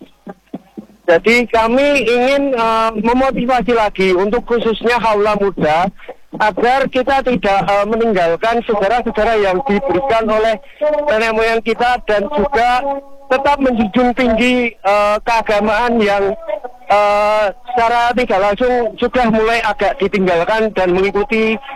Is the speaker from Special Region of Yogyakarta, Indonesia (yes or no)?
yes; Pleret, Special Region of Yogyakarta, Indonesia; Kami itu berasal dari Dusun Daromo 1, dari kabilah nomor 9 dari Dusun Daromo 1, Segeroso, Pleret Bantul.